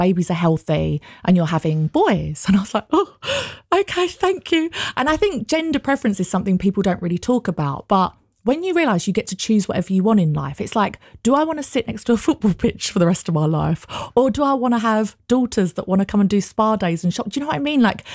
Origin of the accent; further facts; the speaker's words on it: Canvey Island, East of England, United Kingdom; moved away as an adult; now in London, United Kingdom; So I grew up in Essex, on Canvey Island.